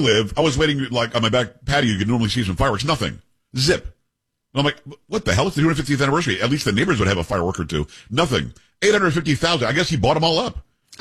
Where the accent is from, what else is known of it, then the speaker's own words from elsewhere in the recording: Florida, United States; also born or lived in Texas; And again, I lived in Texas a long time and I grew up in Florida, so y'all, it makes sense to me.